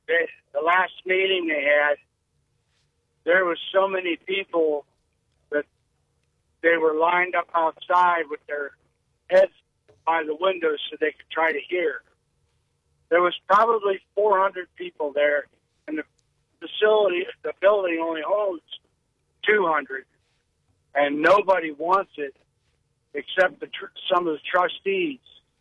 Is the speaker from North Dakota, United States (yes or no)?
no; Shalersville, Ohio, United States; No, I'm not. I'm up from the Shalersville, Manaway area.